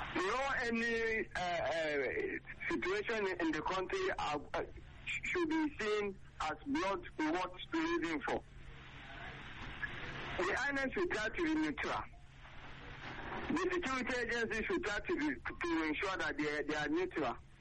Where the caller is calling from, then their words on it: Bida, Niger State, Nigeria; What's our calling from Bida, Niger State?